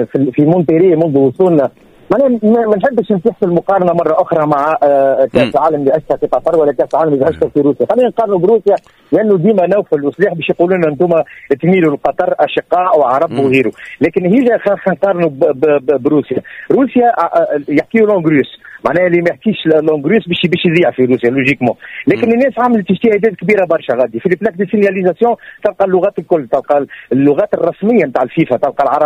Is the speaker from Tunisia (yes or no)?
yes; Tunisia; انا راني تونسي